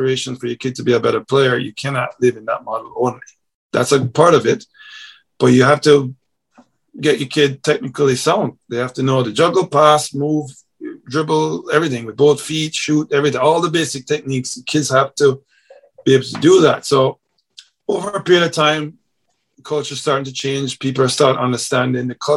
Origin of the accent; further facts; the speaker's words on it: Jamaica; moved away; so my model is based off of how I grew up in Jamaica. You play on the streets, you play with kids that can't play your ball.